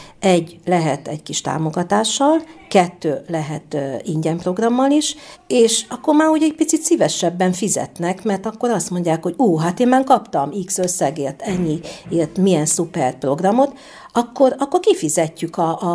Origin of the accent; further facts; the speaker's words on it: Nyíregyháza, Szabolcs-Szatmár-Bereg, Hungary; Mivel én tőzsgyökeres sóstóhegyi vagyok, említettem, én ide jártam iskolában, a szüleim is idevalóak, nagyszüleim is.